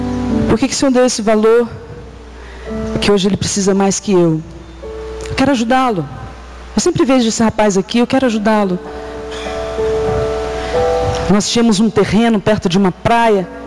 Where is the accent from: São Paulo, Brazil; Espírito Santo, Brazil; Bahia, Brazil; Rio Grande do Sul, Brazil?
Espírito Santo, Brazil; Vitória; moved away; eu sou de Vitória, no Espírito Santo.